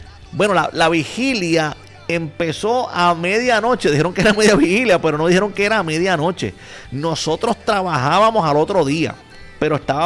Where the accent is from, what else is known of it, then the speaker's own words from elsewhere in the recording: Dorado, Puerto Rico; nosotros somos de Dorado.